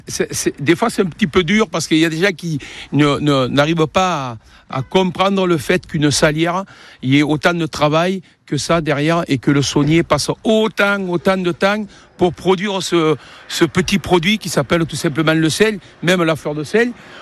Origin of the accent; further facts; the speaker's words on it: Aigues-Mortes, Occitanie, France; je suis d'Aigues Mortes, moi. Je suis issu d'une vieille famille aigues mortaise.